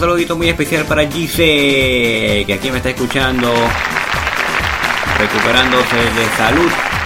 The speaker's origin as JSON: {"language": "Spanish", "country": "Venezuela", "moved": "yes"}